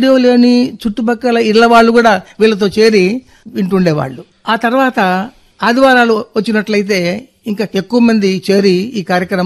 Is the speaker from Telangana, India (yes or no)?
no; Bommalapuram, Andhra Pradesh, India; అదే ప్రసంగం నేను మా స్వగ్రామం బొమ్మలాపురంలో ఉండగా ఒకరోజు రాత్రి సమయంలో ప్రసారమైంది.